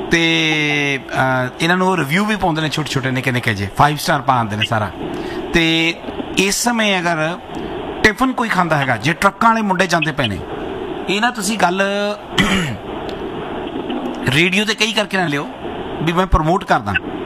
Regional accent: Ludhiana, Punjab, India; ਅੱਛਾ, ਮੈਂ ਵੀ ਲੁਧਿਆਣੇ ਤੋਂ ਆਇਆ।

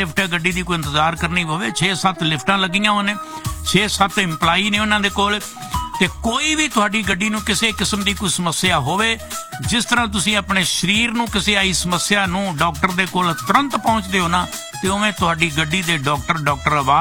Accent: Faridkot, Punjab, India; ਸਾਡੇ ਫਰੀਦਕੋਟ ਦਾ ਸੀ ਜੀ, ਮੈਂ ਵੀ ਫਰੀਦਕੋਟ ਦਾ ਹੀ ਹਾਂ

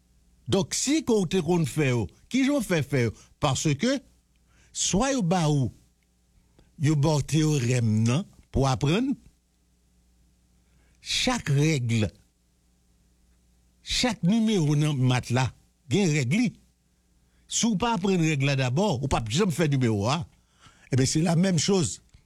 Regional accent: Haiti; En tant qu'haïtien d'Haïti, yon pays qui gon histoire tout pays qu'on aime.

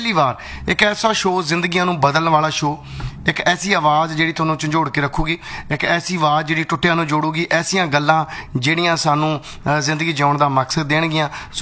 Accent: Punjab, India; ਸੋ ਅਸੀਂ ਵੀ ਪੰਜਾਬੀ ਹਾਂ ਔਰ ਜ਼ਿਆਦਾ ਪਰਦੇਸੀ ਹੈ ਹੀ ਪੰਜਾਬੀਆਂ 'ਚੋਂ ਨੇ।

